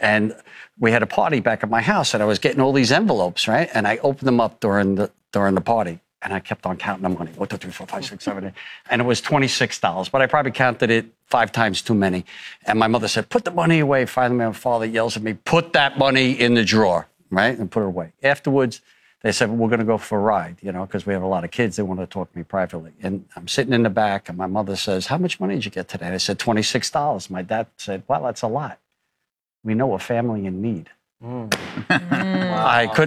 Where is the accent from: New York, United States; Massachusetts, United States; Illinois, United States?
New York, United States; New York City; We're all from Staten Island.